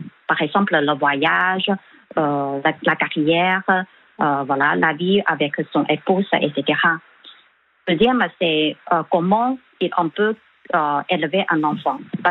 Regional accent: China; French is a second language; now in France

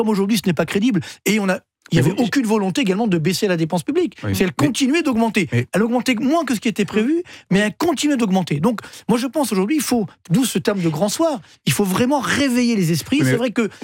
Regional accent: Orly, Île-de-France, France; je viens des cités HLM d'Orly.

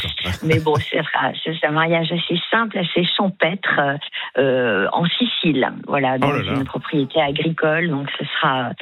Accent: Sestas, Nouvelle-Aquitaine, France; born there; now in Normandy, France; cette belle forêt que je connais bien, puisque moi j'y suis née, le feu s'est arrêté à Sestas, c'est mon village natal.

